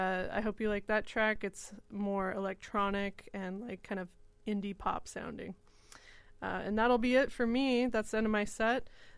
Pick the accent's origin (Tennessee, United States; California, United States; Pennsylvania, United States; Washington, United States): Washington, United States; Seattle; I'm from the Ravenna neighborhood here in Seattle